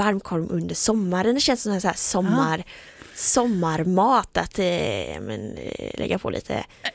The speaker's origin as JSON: {"language": "Swedish", "town": "Halmstad", "region": "Halland County", "country": "Sweden", "said": "Ja, jag är från Halmstad"}